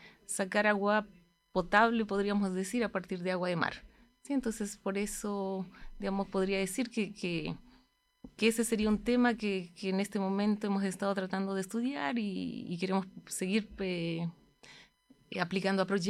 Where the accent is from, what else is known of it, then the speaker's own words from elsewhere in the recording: Bolivia; moved away as an adult; now in Chile; yo estudié Ingeniería Matemática en Bolivia. Soy de Bolivia y desde el 2006 que estoy acá en Chile, cuando inicié mis estudios de doctorado.